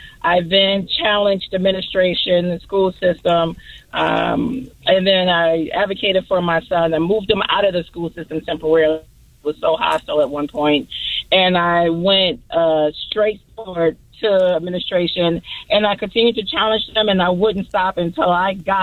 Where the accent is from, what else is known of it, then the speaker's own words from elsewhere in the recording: Cherry Hill, New Jersey, United States; moved away as an adult; also born or lived in Detroit, Michigan; now in Westchester, United States; I was born in Detroit. I was raised in Jersey.